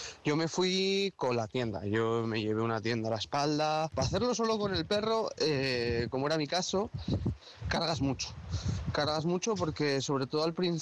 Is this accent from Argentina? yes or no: no; Burgos, Castile and León, Spain